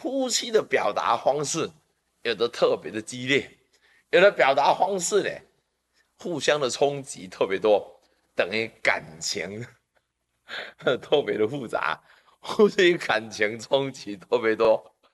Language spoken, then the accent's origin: Chinese; China